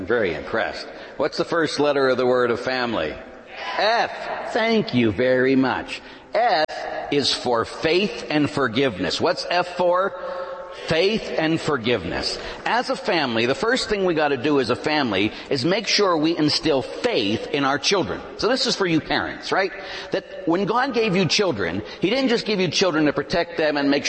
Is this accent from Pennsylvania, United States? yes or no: yes; Pittsburgh, Pennsylvania, United States; born or raised there